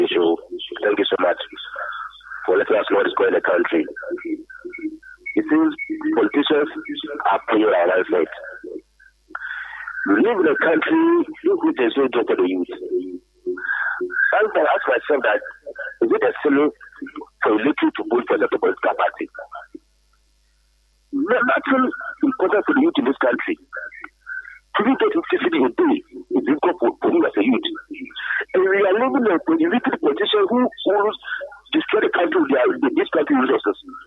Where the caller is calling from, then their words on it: Ghana; I feel paid as a Ghanaian. I feel as a Ghanaian because I still vote